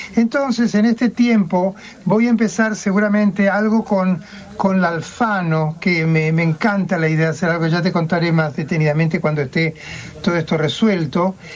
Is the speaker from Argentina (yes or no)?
yes; Argentina; son cosas muy conmovedoras en vivirlas como argentino para mí.